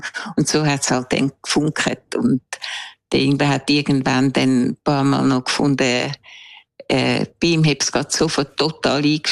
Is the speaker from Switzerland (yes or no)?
yes; Switzerland; moved away; beim ersten habe ich so ein bisschen meine Jugend in der Schweiz beschrieben.